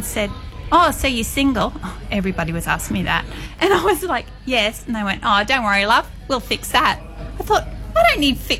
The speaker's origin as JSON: {"language": "English", "country": "Ireland", "moved": "yes", "lives_now": "Australia", "said": "I'm Irish"}